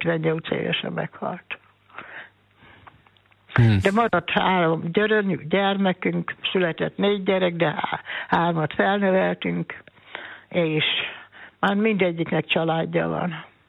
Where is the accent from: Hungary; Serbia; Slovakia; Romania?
Hungary; born there; also born or lived in Adony; halt meg az anyám, oda nősült az apám innen, azt akkor az anyám, mikor meghalt, akkor haza ide költöztünk vissza, Martonfalvára.